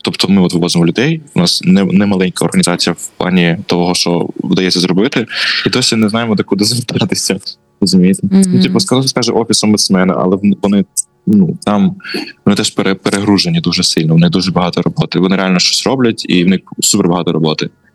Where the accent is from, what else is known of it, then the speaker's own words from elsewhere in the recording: Nova Kakhovka, Kherson Oblast, Ukraine; moved away; я з Новаковки